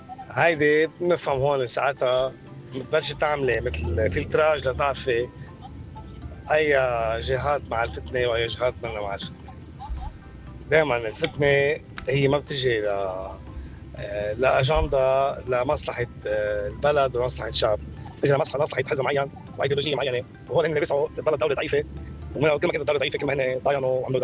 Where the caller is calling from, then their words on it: Lebanon; نحن لبنانية قبل ما نقول نحن أنا شيعي برجع بقول أنا لبناني، أو أنا مسيحي قبل ما أقول أنا لبناني